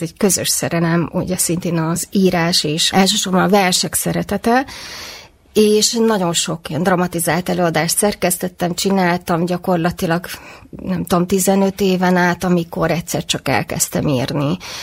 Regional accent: Pécs, Baranya, Hungary; én ugye nagyon sokat minisztráltam gyerekkoromban. Pécsett a Székesegyházban.

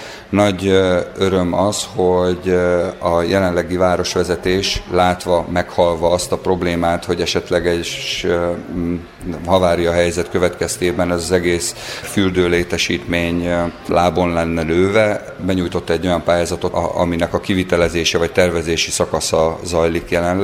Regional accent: Túrkeve, Jász-Nagykun-Szolnok, Hungary; born there; Én úgy nőttem föl, hogy ezekben a vizekben tudtam fürödni

